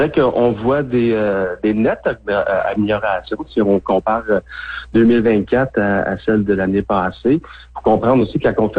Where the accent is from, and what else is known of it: Quebec, Canada